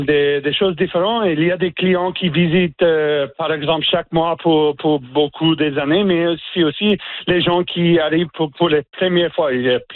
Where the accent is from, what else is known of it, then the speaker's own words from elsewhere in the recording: Newfoundland and Labrador, Canada; French is a second language; chez nous, en Terre-Neuve et Labrador